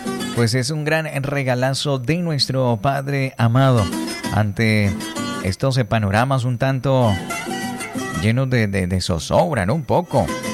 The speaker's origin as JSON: {"language": "Spanish", "country": "Colombia", "said": "somos colombianos y conocemos la resiliencia"}